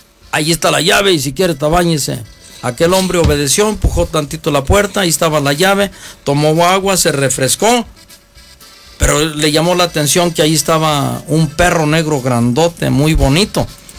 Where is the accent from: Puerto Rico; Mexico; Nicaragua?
Mexico; lo digo como todo mexicano